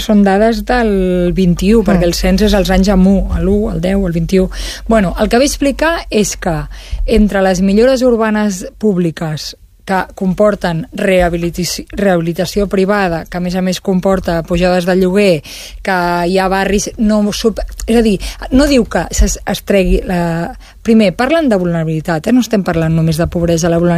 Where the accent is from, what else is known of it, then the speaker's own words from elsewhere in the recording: Sant Martí, Catalonia, Spain; Jo soc de Sant Martí, hi ha moltes escoles que...